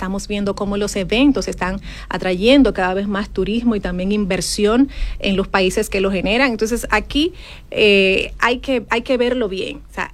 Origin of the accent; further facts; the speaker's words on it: Dominican Republic; moved away as an adult; Vengo de República Dominicana a hacer una maestría en comunicación corporativa.